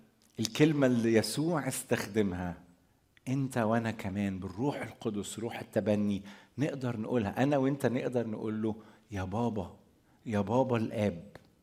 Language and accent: Arabic; Egypt